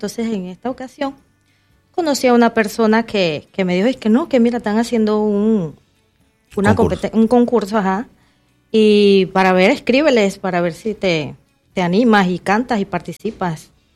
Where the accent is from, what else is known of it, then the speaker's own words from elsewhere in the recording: Panama; soy panameña.